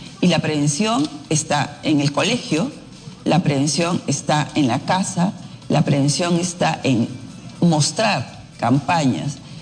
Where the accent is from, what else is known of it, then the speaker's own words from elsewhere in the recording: Piura, Peru; No sé si tú sabes, pero yo soy provinciana, yo soy piurana.